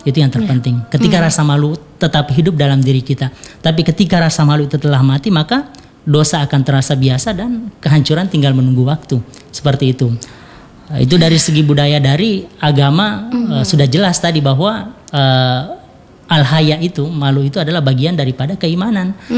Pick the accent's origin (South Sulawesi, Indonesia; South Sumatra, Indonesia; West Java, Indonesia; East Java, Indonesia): South Sulawesi, Indonesia; kita sebagai orang Bugis Makassar